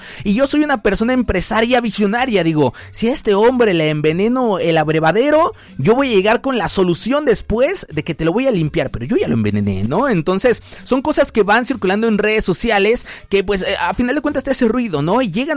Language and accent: Spanish; León, Guanajuato, Mexico; De nosotros también, como leoneses, como guanajuatenses, como mexicanos